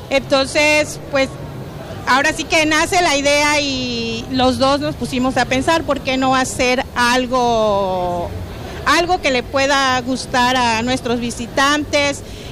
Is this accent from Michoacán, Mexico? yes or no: no; Paraíso, Tabasco, Mexico; soy nativa del municipio de Paraíso.